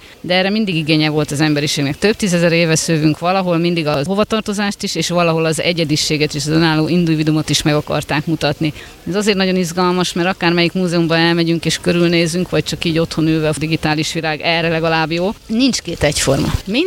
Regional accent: Somogy, Hungary; Hát ugye én somogyi vagyok, kicsit hazabeszélek, mert ugye Somogynak is a szőttes hagyománya rendkívül gazdag

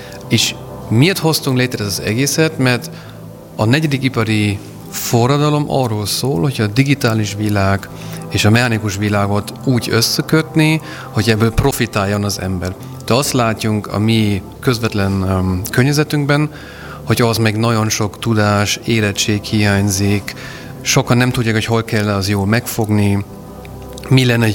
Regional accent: Germany; Hungarian is a second language; moved away as an adult; now in Budapest, Hungary; Német vagyok, majd hogy echte német, ahogy szoktatok mondani magyarul. A 21 évből most már 17 évet töltöm Magyarországon. A Bosch miatt jöttem, és a feleségem miatt maradtam, úgyhogy magyar a feleségem

